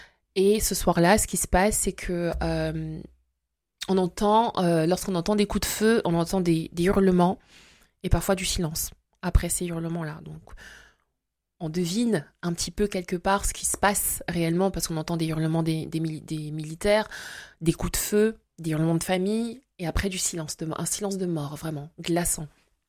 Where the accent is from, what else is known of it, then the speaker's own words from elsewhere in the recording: Brazzaville, Republic of the Congo; also born or lived in Belgium; Je suis née en Belgique, j'ai vécu jusqu'à l'âge de mes 3 ans et j'ai passé mon enfance effectivement à Brazzaville exactement, là-bas.